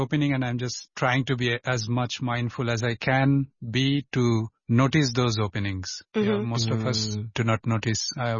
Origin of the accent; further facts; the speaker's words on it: Bangladesh; as you all know that I am from Bangladesh. My parents were bankers as well, and we used to move around in the country a lot